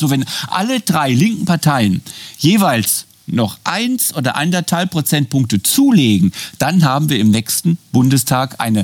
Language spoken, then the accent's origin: German; Germany; Und ich als Deutscher, wie viele andere Deutsche auch